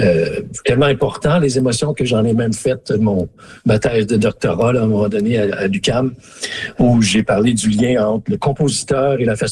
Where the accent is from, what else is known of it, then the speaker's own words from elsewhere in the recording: Smooth Rock Falls, Ontario, Canada; moved away; des très bons souvenirs de ma présence, de mon enfance dans le Nord. Et oui, ce pont-là, c'est un pont emblématique. Le pont à Smoothwalk Falls, il y en a pas plusieurs comme ça en Ontario ou au Canada.